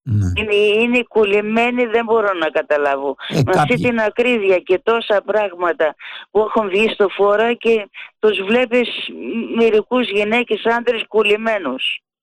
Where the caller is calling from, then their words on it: Piraeus, Attica, Greece; είμαι από τον Πειραιά.